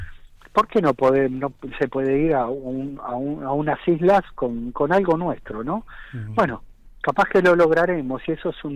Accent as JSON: {"language": "Spanish", "country": "Argentina", "said": "cuando nosotros como argentinos"}